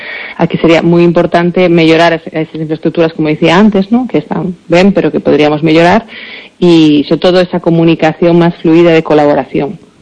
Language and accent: Galician; Galicia, Spain; Pero a nivel galega, como galega falando, eu creo que é importante que consiguiéramos máis fondos ou máis capital galego invertindo nestas iniciativas.